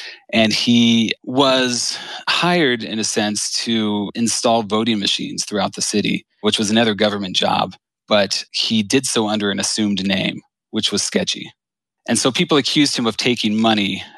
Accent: Cincinnati, Ohio, United States; I grew up in Cincinnati. It's my home. The city gave me a home.

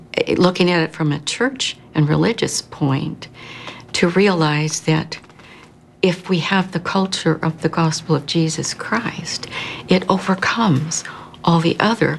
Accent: Utah, United States; moved away as an adult; also born or lived in California; Growing up in Utah

